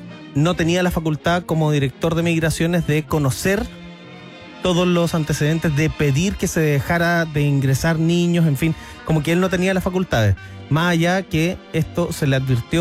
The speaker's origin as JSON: {"language": "Spanish", "town": "Viña del Mar", "region": "Valparaíso", "country": "Chile", "moved": "as an adult", "lives_now": "Santiago, Chile", "said": "yo soy de Viña y llevo 6 años viviendo en Santiago. 6 o 7 incluso, 7. 7 años viviendo en Santiago"}